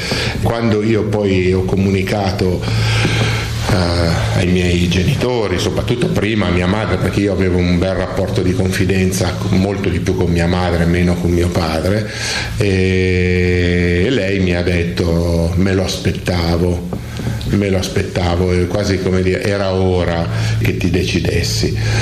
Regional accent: Gaglianico, Piedmont, Italy; also born or lived in Trivero; now in Casale Monferrato, Italy; E sono nato lì, a 6 anni con i miei genitori ho lasciato il paese e sono sceso alla periferia di Biella, in un paese di nome Gaglianico, perché i miei genitori hanno rilevato un ristorante, una trattoria. E quindi io sono cresciuto con i miei genitori, lì

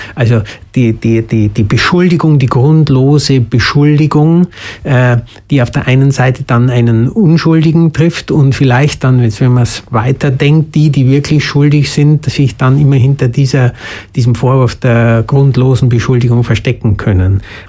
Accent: Germany; now in South Tyrol, Italy; als Ausländer, als Deutscher.

